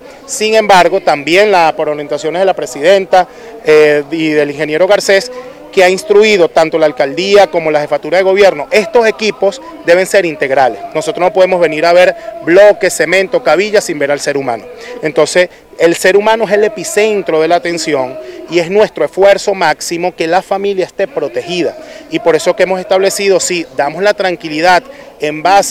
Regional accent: Venezuela; sino que somos venezolanos

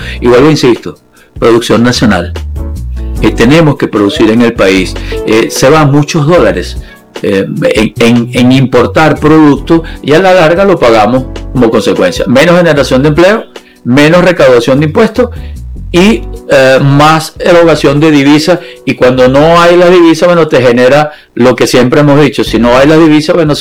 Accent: Venezuela

